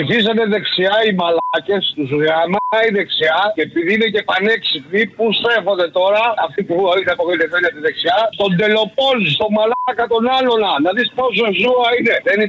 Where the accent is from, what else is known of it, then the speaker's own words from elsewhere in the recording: Northern Greece, Greece; Λοιπόν, είμαι Βορειοελλαδίτης